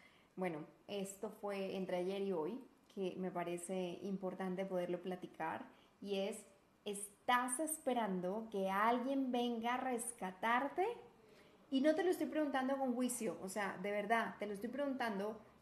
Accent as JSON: {"language": "Spanish", "country": "Colombia", "moved": "yes", "lives_now": "Guadalajara, Mexico", "said": "colombiana, ahorita estoy viviendo en Guadalajara, México"}